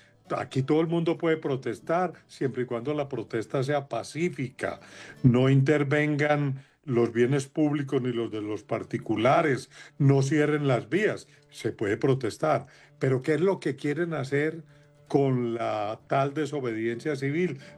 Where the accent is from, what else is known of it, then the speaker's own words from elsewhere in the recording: Colombia; Y mire usted cómo somos los colombianos los que ya deberíamos haber superado esa discusión